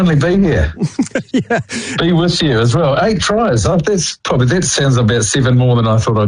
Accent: Wellington, New Zealand; Although born and raised in Wellington, the Chiefs are the team for me

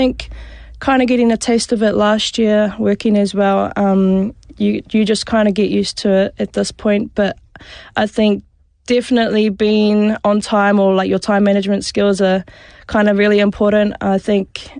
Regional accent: New Zealand; because I grew up in Te Ao Māori and my nieces and nephews can speak Māori

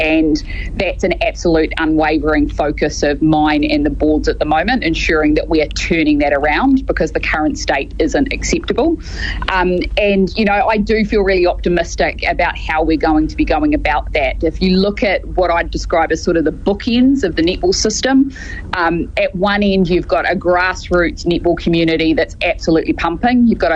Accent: Auckland, New Zealand; So I grew up out in West Auckland.

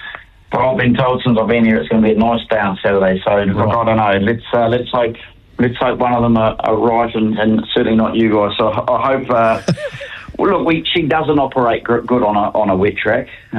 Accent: New Zealand; we're coming from New Zealand, we don't expect to be looked after.

